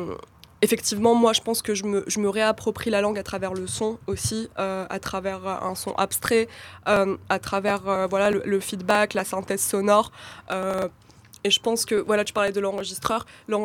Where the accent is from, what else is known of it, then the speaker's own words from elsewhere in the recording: Algeria; je suis née en Algérie, j'ai été élevée par des femmes algériennes, donc de fait, la culture a été transmise.